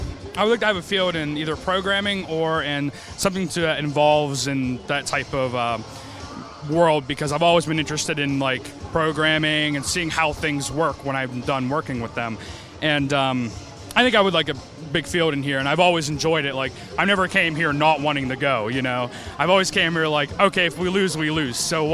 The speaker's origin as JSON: {"language": "English", "town": "Southmoreland", "region": "Pennsylvania", "country": "United States", "said": "I'm from Southmoreland."}